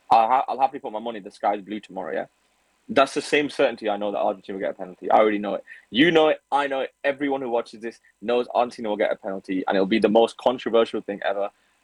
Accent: England, United Kingdom; As English, obviously, we're just looking at it as a football game.

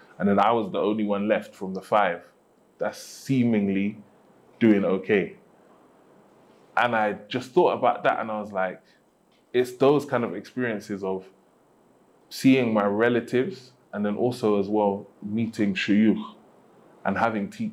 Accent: London, United Kingdom; moved away as an adult; the fun of growing up in London.

